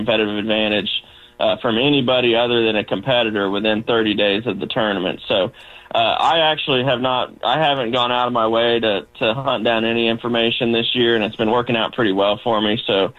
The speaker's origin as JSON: {"language": "English", "town": "Versailles", "region": "Missouri", "country": "United States", "tie": "born or raised there", "said": "I grew up in Versailles, went to school there K through 12."}